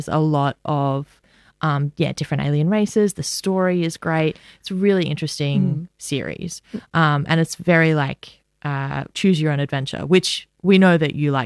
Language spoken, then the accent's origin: English; Australia; I'm a little less comfortable with that as an Australian.